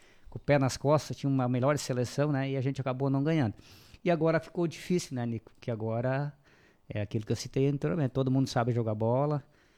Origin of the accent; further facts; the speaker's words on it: Brazil; Sou brasileiro, vou torcer sempre pro meu país.